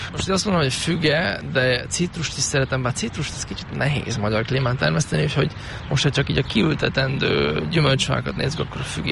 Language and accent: Hungarian; Győr, Győr-Moson-Sopron, Hungary; moved away as an adult; now in Budapest, Hungary; Győri vagyok. Onnan jött ez a vidéki, kicsit ilyen vidéki mentalitás, és ide ezt így elhoztam magammal.